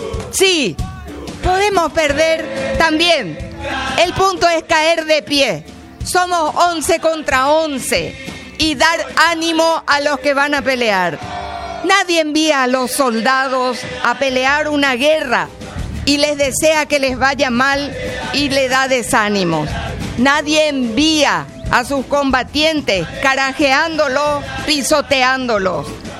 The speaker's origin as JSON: {"language": "Spanish", "country": "Paraguay", "said": "somos paraguayos y somos hijos y descendientes de aquellos que pelearon."}